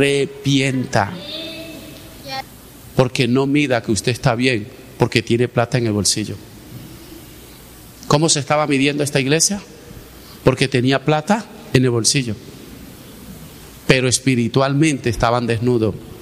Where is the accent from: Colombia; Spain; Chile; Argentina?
Colombia; La Guajira; moved away; cómo está mi tierra, cómo está La Guajira